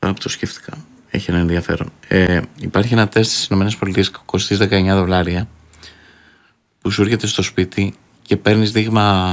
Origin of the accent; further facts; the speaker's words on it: Greece; Είναι το είμαι Έλληνας, εγώ το έχω συνυφασμένο στο μυαλό μου με το είμαι άνθρωπος.